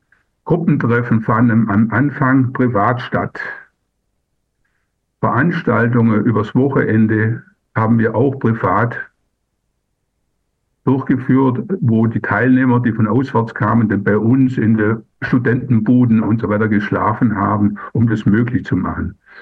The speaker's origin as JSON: {"language": "German", "country": "Germany", "tie": "born or raised there", "said": "Ich bin 70 Jahre alt, aufgewachsen am Bodensee"}